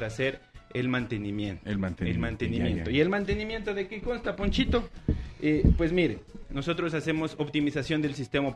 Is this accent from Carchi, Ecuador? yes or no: yes; San Gabriel, Carchi, Ecuador; De San Gabriel, San Gabrieleño de corazón, ….